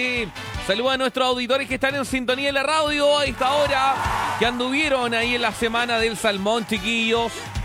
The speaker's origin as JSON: {"language": "Spanish", "town": "Valdivia", "region": "Los Ríos", "country": "Chile", "moved": "yes", "lives_now": "Puerto Montt, Chile", "said": "Yo soy más de Valdivia. Yo soy de Valdivia."}